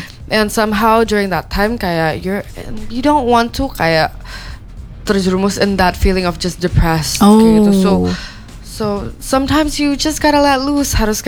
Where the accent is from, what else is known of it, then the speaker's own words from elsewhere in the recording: Jakarta, Indonesia; Aku orang Jakarta.